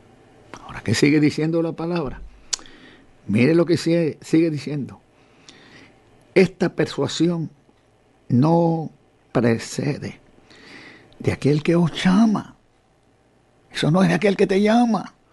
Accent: Lebanon; moved away; Yo soy del Líbano, yo viví en el Líbano 10 años.

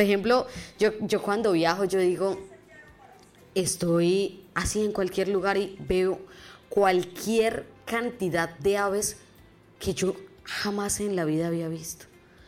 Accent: Boyacá, Colombia; yo cuando vengo al llano y me voy nuevamente para Boyacá

